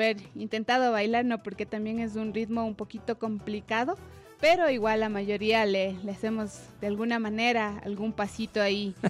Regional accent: Imbabura, Ecuador; soy de allá de Imbabura.

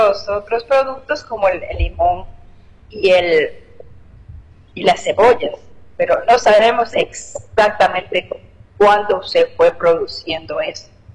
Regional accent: Ecuador

